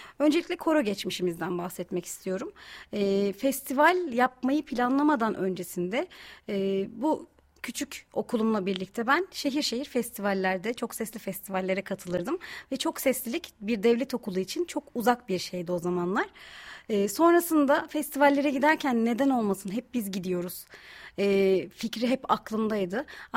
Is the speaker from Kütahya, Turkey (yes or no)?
yes; Kütahya, Turkey; Aynı zamanda Kütahyalıyım.